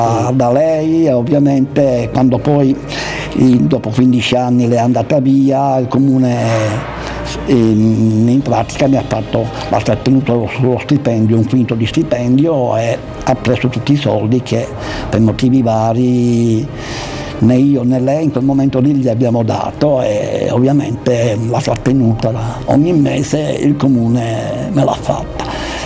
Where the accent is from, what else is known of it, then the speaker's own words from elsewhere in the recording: Palermo, Sicily, Italy; born there; A Palermo, in Sicilia, e ovviamente ho vissuto in collegio